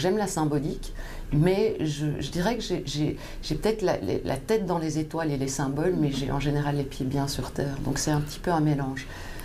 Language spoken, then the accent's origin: French; Profondeville, Wallonia, Belgium; moved away as an adult; now in Brussels, Belgium; j'ai grandi à Profondeville, qui est un village entre Namur et Dinan, dans la vallée de la Meuse. Donc c'est un village que j'aime beaucoup, que j'ai quitté à 18 ans pour venir étudier à Bruxelles. Et je suis restée à Bruxelles